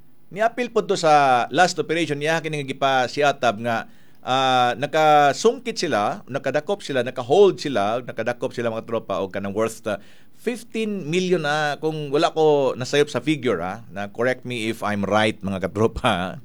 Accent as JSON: {"language": "Tagalog", "town": "Davao City", "region": "Davao Region", "country": "Philippines", "said": "mga balita sa amin sa Davao City"}